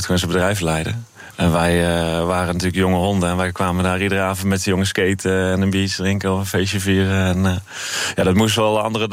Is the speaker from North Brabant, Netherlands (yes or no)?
yes; Breda, North Brabant, Netherlands; Ik kom zelf oorspronkelijk uit Breda.